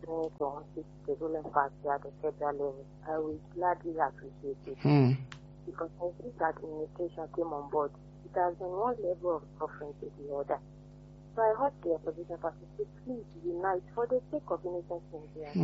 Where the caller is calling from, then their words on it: Nigeria; I'm calling from Adejaye.